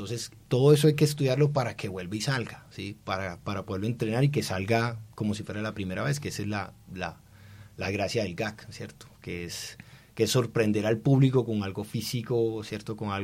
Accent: Cartagena, Bolívar, Colombia; Yo soy de Cartagena y tengo como cierta conexión ahí con el mar

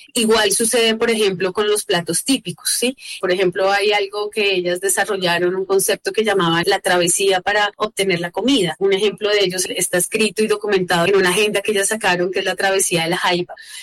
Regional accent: Colombia

